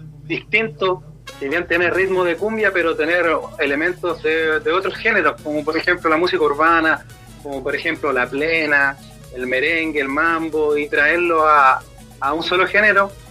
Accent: Biobío, Chile; yo soy del sur de Concepción

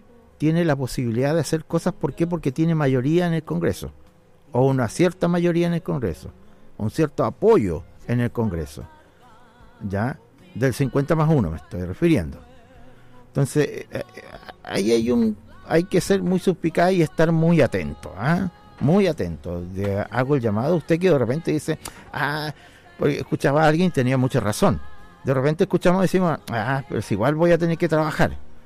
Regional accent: Chile

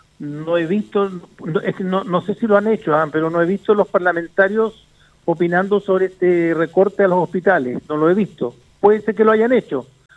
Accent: Castro, Los Lagos, Chile; soy de Castro, vivo en Chiloé

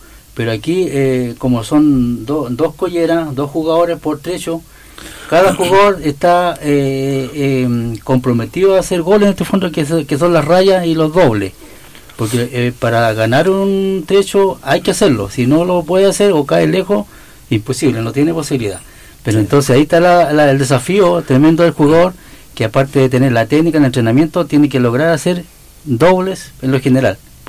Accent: Rupanco, Los Lagos, Chile; yo venía viajando para acá, porque yo soy de Sahue Rupanco, de aquí a 17 kilómetros de Entre Lagos

